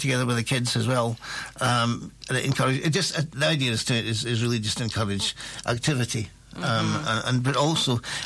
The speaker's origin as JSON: {"language": "English", "town": "Banff", "region": "Scotland", "country": "United Kingdom", "tie": "born or raised there", "said": "I grew up in Banff"}